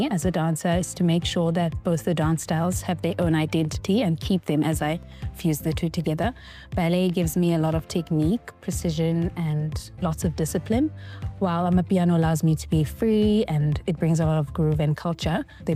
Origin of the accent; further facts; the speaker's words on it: South Africa; when I dance as a South African artist, I bring my identity to the art form